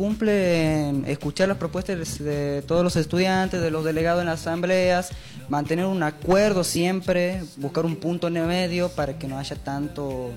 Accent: Argentina; quiero mandar un saludo a Villa Mayrín, que es mi pueblo.

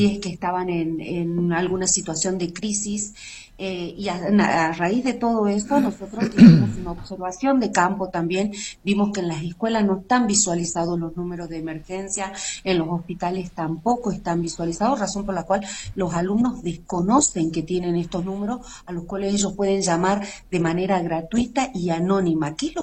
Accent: Angastaco, Salta, Argentina; Así es, nosotros somos de Angastaco, que pertenece al departamento de San Carlos, provincia de Salta, uh-huh.

